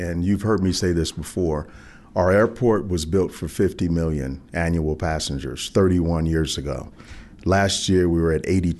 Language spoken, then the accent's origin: English; Chicago, Illinois, United States; moved away; also born or lived in Los Angeles; You mentioned Chicago. That's my hometown.